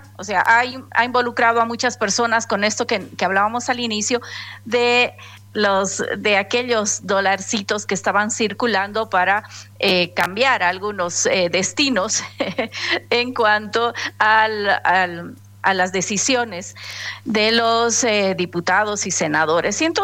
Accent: Bolivia; son 9 meses muy, muy duros de los que estamos pasando como bolivianos.

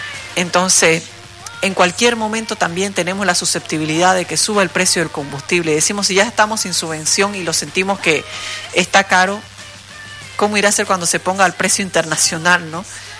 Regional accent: Bolivia; para poder actuar como bolivianos.

